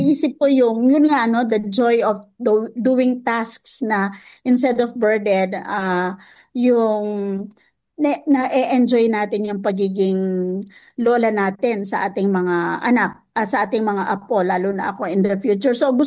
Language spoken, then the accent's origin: Tagalog; Arayat, Central Luzon, Philippines; Kasi naalala ko, di ba nga, taga-Arayat ako.